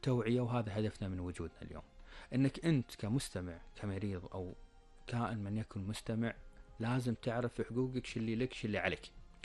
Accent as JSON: {"language": "Arabic", "country": "Kuwait"}